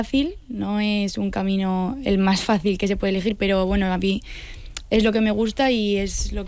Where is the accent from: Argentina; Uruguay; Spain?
Spain; Community of Madrid; Bueno, yo he crecido toda la vida viendo Castilla-La Mancha Media. Yo soy